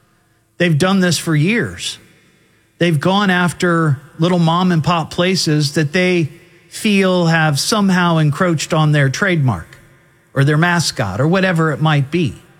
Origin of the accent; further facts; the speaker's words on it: Beaver Creek, United States; Beaver Creek, my hometown